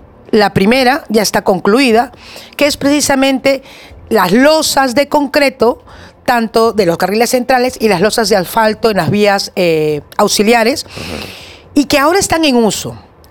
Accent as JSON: {"language": "Spanish", "region": "Lima", "country": "Peru"}